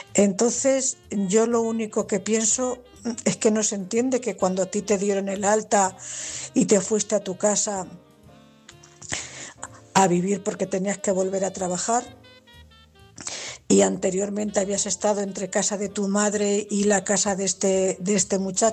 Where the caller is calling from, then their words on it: Cuenca, Castilla-La Mancha, Spain; corresponsal de Cuenca.